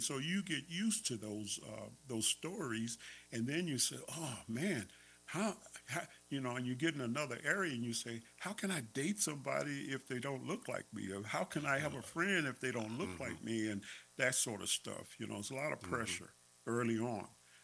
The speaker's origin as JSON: {"language": "English", "town": "Cincinnati", "region": "Ohio", "country": "United States", "tie": "born or raised there", "said": "And so, I grew up in Ohio, and so in the inner city there of Cincinnati. Okay. So that's where I'm from."}